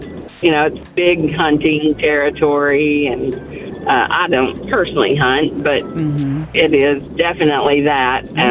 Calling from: Arkansas, United States; I'm in Arkansas.

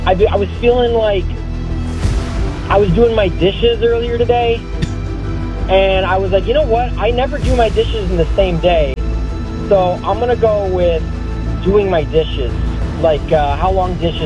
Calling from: Cedarville, Ohio, United States; Cedarville, Ohio.

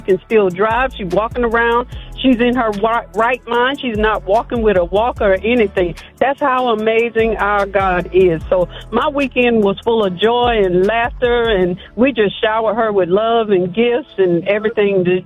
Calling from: New Bern, North Carolina, United States; I'm from New Bern, North Carolina.

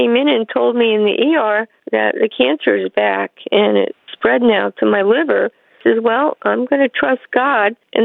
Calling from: Poland; I'm from Poland

